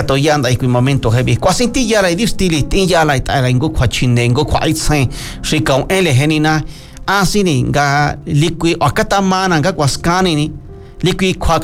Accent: Mexico; first language Mazatec; Spanish is a second language; nuestra lengua materna, mazateca

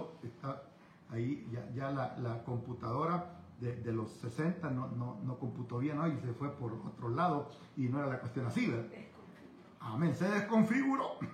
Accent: Ayutuxtepeque, San Salvador, El Salvador; Me encanta ir a Ayutuxtepeque. No sé por qué, quizás porque ahí me crié chiquito, en Ayutuxtepeque.

